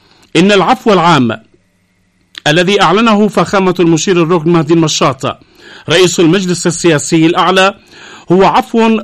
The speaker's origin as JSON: {"language": "Arabic", "country": "Yemen", "said": "إن عودتنا إلى بعضنا وتنازلنا لبعضنا كيمنيين إخوة في الوطن والمصير المشترك"}